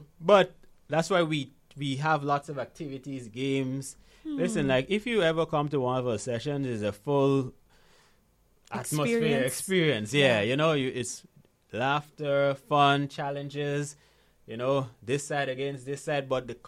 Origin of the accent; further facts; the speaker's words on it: Guyana; born there; also born or lived in Grenada; I was born in Guyana, by the way.